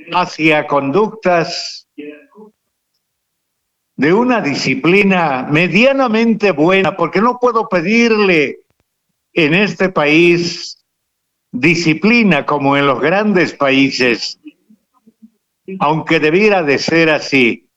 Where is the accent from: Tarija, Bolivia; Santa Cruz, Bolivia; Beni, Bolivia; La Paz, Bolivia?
Tarija, Bolivia; O'Connor Province; moved away; ese mi lindo y querido pago de la provincia O'Connor, que nunca olvido. Que nunca olvido porque mi niñez fue bella en esa mi tierra.